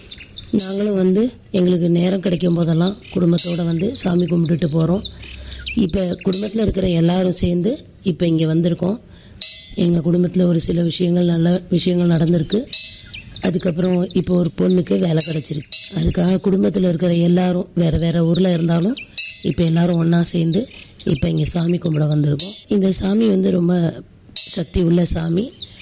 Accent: Tamil Nadu, India; moved away; இது என் சொந்த ஊர். பட் நான் இங்கே வந்து ரொம்ப நாள் ஆச்சு. இப்போ எங்கள் குடும்பத்தோடு இங்கே வந்திருக்கோம்.

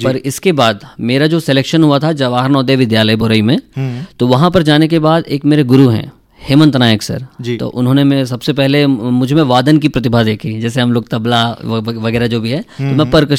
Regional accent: Varanasi, Uttar Pradesh, India; मैं वाराणसी से आता हूँ।

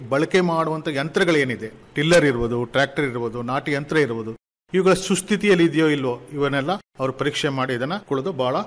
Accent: Dakshina Kannada district, Karnataka, India; ಇದೊಂದು ನಮ್ಮ ದಕ್ಷಿಣ ಕನ್ನಡ ಜಿಲ್ಲೆಯ ಸಂಸ್ಕೃತಿ ಮತ್ತು ಪರಂಪರೆಯ ಒಂದು ಭಾಗ ಅಂತ ನಾವು ಹೇಳ್ಬೋದು.

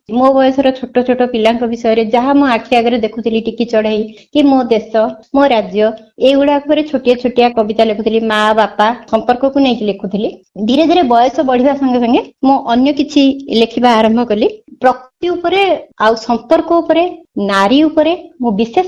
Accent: Odisha, India; now in Koraput, India; ଭଞ୍ଜଭୂମିର ଝିଅ ଓ ବୋହୁ, କୋରାପୁଟ ଠାରେ ମୁଁ ବର୍ତ୍ତମାନ ବାସ କରୁଛି।

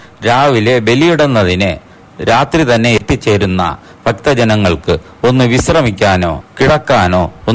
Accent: Thiruvananthapuram, Kerala, India; born or raised there

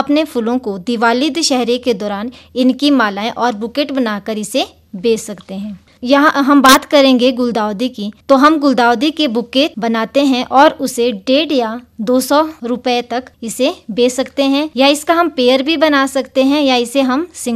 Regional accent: Ghaini, Himachal Pradesh, India; मेरा गाँव घैणी में है।

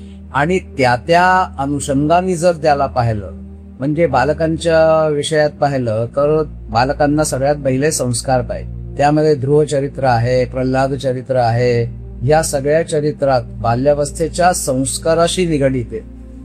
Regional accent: Varanasi, Uttar Pradesh, India; now in Lucknow, India; मी मूळचा काशीचा राहणारा, पण 1996 मध्ये मी लखनौला आलो

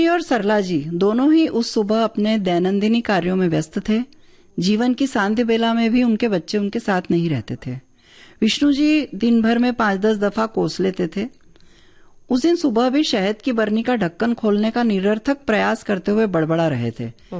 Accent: Madhya Pradesh, India; first language Malvi; तो चूंकि मैं मालवा से हूँ, तो मैंने एक पुस्तक मेरी मालवी बोली में मैंने निकाली है

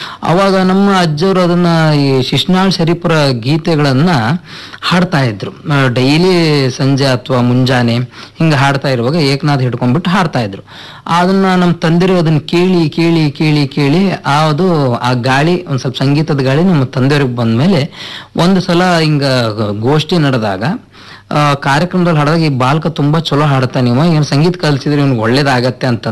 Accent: Hubli, Karnataka, India; born there; Sir, ನಾವು ಮೂಲ ಧಾರವಾಡ ಜಿಲ್ಲೆಯವರು. ನನ್ನ ತಾಯಿ ತವರ ಮನೆ ಹುಬ್ಳಿ, ನಾನು ಹುಟ್ಟಿದ್ದು ಕೂಡ ಹುಬ್ಳಿಯಲ್ಲೇ.

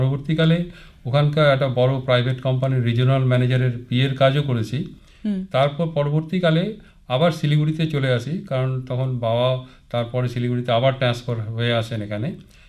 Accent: Malda, West Bengal, India; also born or lived in Bolpur / Siliguri; আমার শৈশবের কিছুটা অংশ কেটেছে বীরভূম জেলায় বোলপুরের কাছাকাছি। তারপর প্রাথমিক শিক্ষাটা হয়েছে মালদাতে, স্কুল শিক্ষা হয়েছে মালদা রামকৃষ্ণ মিশনে

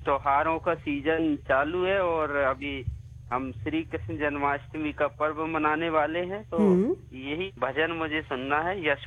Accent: Ramnagar, Madhya Pradesh, India; now in Indore, India; मेरे गांव का नाम है रामनगर, तहसील बमोरी, जिला गुना, मध्य प्रदेश। और फिलहाल मैं बात कर रहा हूँ मैं green city clean city Indore Madhya Pradesh से।

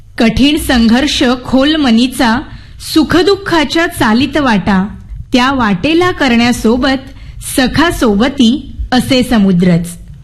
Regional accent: Devgad, Maharashtra, India; now in Mumbai, India

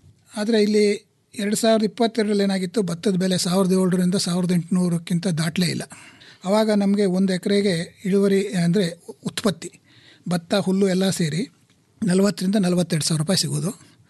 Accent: Mysore, Karnataka, India; ವಿದ್ಯಾಭ್ಯಾಸ ನಾನು primary school ನಮ್ಮೂರಿನಲ್ಲೇ ಓದಿದೆ, ಮಿಡ್ಲ್ ಸ್ಕೂಲಿಂದ ಮೈಸೂರಿಗೆ ಶಿಫ್ಟ್ ಆಯಿತು.

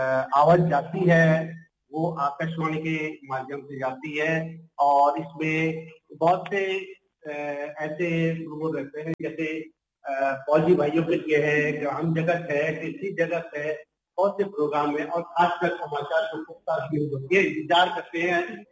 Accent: Uttarakhand, India; उत्तराखंड से हूँ

